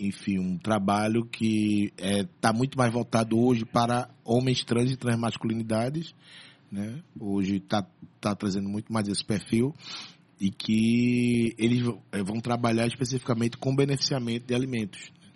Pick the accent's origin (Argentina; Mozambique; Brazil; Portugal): Brazil; a gente é daqui da Várzea, né? Em sua maioria, não todo mundo, mas a gente surge aqui da Várzea.